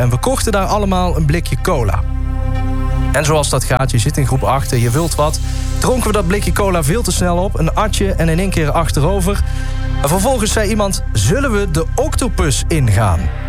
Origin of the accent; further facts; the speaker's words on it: Deurne, North Brabant, Netherlands; in Deurne, waar ik ben opgegroeid.